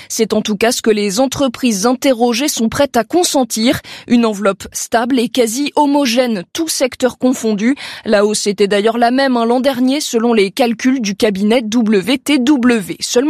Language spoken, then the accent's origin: French; France